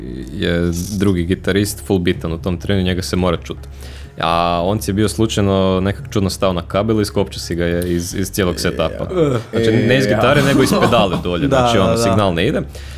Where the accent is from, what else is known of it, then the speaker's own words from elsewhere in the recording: Croatia; kao Hrvati